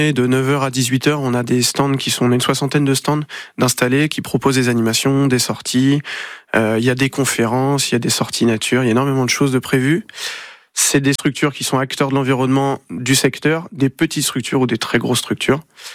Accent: Autheuil-Authouillet, Normandy, France; on va le faire chez nous, à Auteuil-Autouillé.

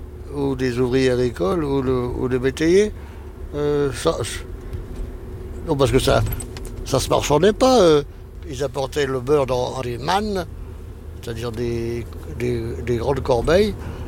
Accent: Paris, Île-de-France, France; born there; Mais non, je vous dis, je suis né à Paris, rue Cardinal Lemoine. Mais il n'y a pas encore de plaque sur la maison.

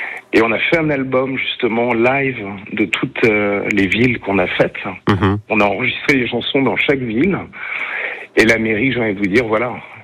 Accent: France; je suis vraiment extrêmement touché de revenir enfin chez moi en France et dans une région que j'apprécie énormément puisque j'y passais toutes mes vacances, la Provence.

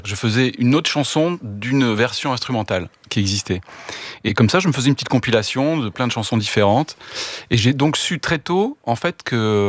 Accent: Bordeaux, Nouvelle-Aquitaine, France; je venais d'une famille de Bordeaux où il n'y avait personne dans la musique.

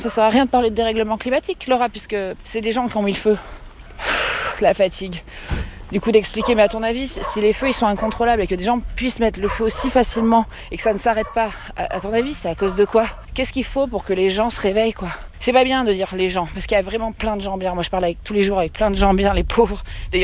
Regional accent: Correns, Provence-Alpes-Côte d'Azur, France; Je suis humoriste. Et je suis originaire du petit village de Corrence.

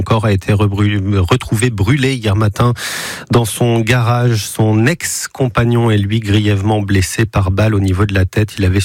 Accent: Toulouse, Occitanie, France; comme chez nous à Toulouse

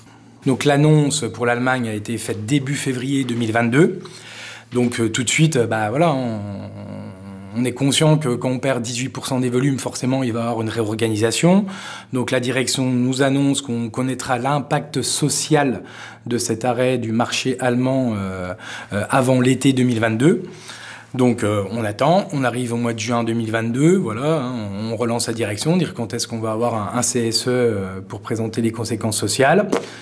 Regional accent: Vittel, Grand Est, France; born there; Moi, je suis né à Vittel, je suis né en 76, je suis un des derniers nés à Vittel, hein, parce qu'après la maternité a fermé. Donc on est très attaché à notre territoire.

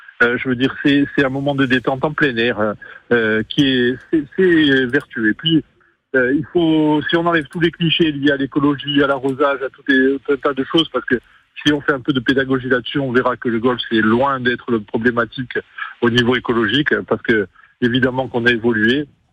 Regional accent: Corsica, France

